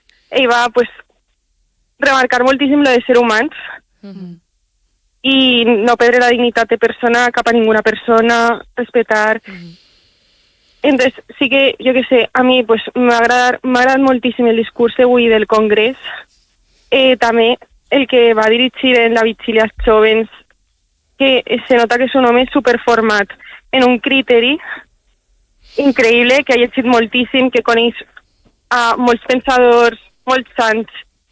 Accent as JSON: {"language": "Catalan", "region": "Valencian Community", "country": "Spain", "moved": "yes", "lives_now": "Madrid, Spain", "said": "com a valenciana"}